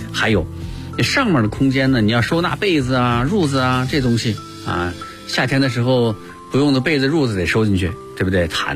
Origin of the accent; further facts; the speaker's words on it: China; 所以呢不是很适合我们中国人的家庭，